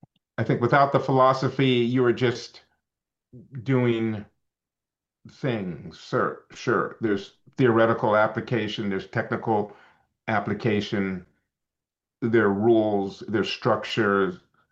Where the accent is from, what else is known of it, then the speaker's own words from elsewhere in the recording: San Francisco, California, United States; my happenstance of growing up in San Francisco in this time.